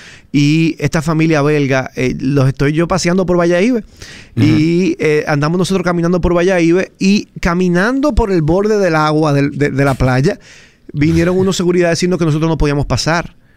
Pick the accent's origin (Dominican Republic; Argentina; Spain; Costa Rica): Dominican Republic; La indignación, la humillación, la vergüenza que yo sentí como dominicano de ver que estos visitantes que visitan nuestro país y se encuentran con esto, no la puedo describir y explicar.